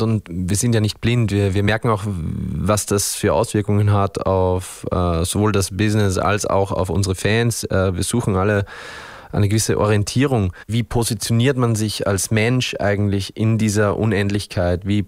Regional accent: Upper Austria, Austria; now in Vienna, Austria; Bin ich jetzt Oberösterreicher oder bin ich beides? Bin ich eigentlich ein Wiener? Ich muss jetzt mal rechnen. Ich glaube, ich bin schon fast die Hälfte meines Lebens jetzt auch in Wien.

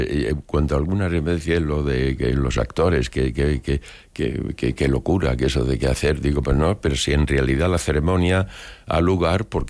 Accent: Chinchón, Community of Madrid, Spain; Yo soy de Chinchón, todo el mundo lo sabe.

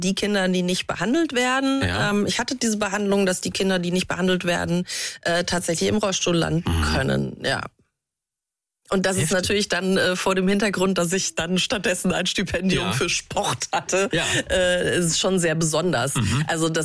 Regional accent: Munich, Bavaria, Germany; In München, da wo ich herkomme, Bayern, da feiert man ja kein Karneval, sondern man feiert Fasching.

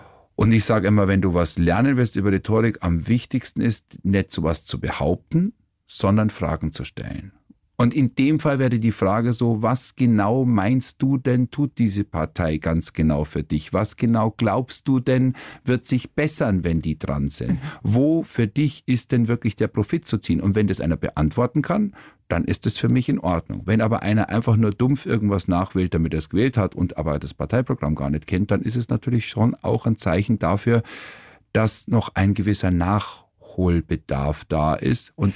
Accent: Kaufbeuren, Bavaria, Germany; bin 66 geboren und ich hatte natürlich dann schon auch eben damals Schweizer Fernsehen bei uns im Allgäu in Kaufbeuren und österreichisch

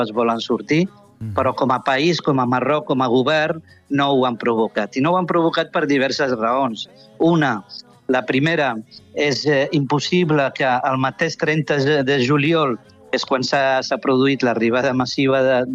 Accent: Catalonia, Spain; Jo sóc de segona generació, però en la meva família ja tenim de quarta generació. Per tant, avui ningú podria dir que no som catalans, no? Som catalans de ple dret

